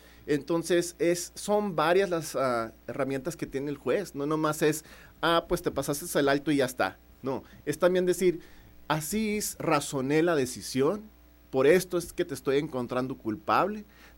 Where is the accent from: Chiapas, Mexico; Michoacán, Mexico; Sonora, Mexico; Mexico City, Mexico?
Sonora, Mexico; Nogales; moved away as an adult; regreso a mi pueblo, a mi pueblo natal